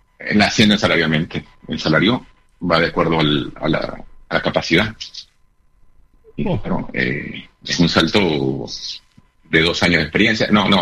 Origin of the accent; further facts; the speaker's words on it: Venezuela; also born or lived in Italy; now in Spain; Nosotros somos italianos, venezolanos.